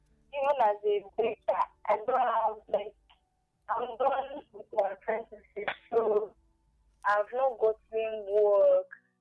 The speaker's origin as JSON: {"language": "English", "region": "England", "country": "United Kingdom", "said": "from England."}